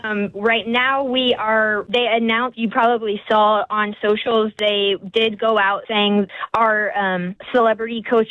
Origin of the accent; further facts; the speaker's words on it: Tucson, Arizona, United States; No, I mean, the getting started in Tucson started so young. I was 5 with Kids Unlimited. And then, you know, my amazing music teachers growing up in the Marana School District